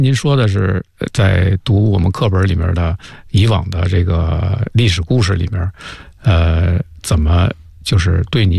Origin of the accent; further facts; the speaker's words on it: Beijing, China; accent: Beijing dialect; 咱们北京话